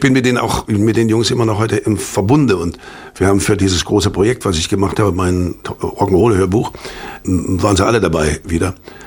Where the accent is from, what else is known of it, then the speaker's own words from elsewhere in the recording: Germany; moved away; als ich abgehauen bin aus der DDR, mein erster Gang war aufs Konsulat